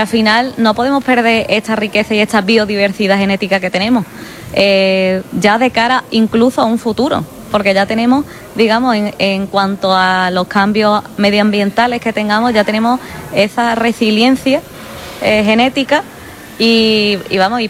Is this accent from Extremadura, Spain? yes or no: no; Andalusia, Spain; accent: Malaga; Sí, yo soy de Málaga, de un pueblo, de la Sierra de las Nieves. Y nada, pues allí me he criado, allí estoy trabajando